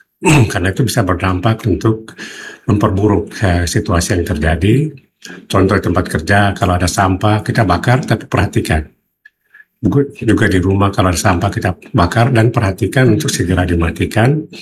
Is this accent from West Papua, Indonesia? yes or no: yes; Manokwari, West Papua, Indonesia; kita warga Manokwari